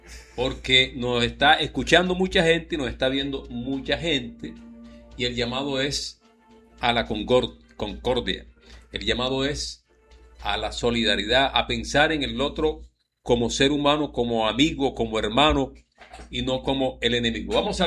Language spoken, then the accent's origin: Spanish; Colombia; Somos colombianos con ideas diferentes.